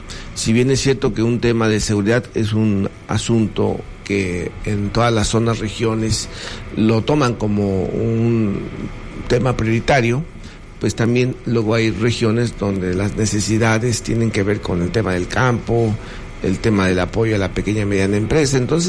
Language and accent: Spanish; Paracho, Michoacán, Mexico; Yo soy originario de Paracho.